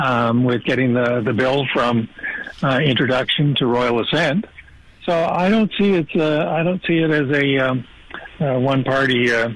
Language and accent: English; Canada